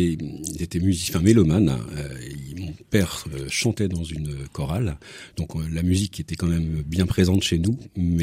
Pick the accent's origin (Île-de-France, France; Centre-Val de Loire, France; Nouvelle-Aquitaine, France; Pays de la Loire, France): Pays de la Loire, France; Nantes; Je suis nantais, juste à côté de Nantes.